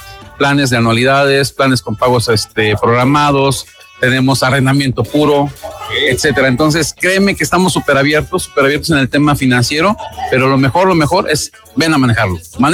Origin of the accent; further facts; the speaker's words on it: Mexico; Bien lo dice, que nosotros como mexicanos, bueno, gracias, bienvenidos, elegimos dónde nacemos, ¿no?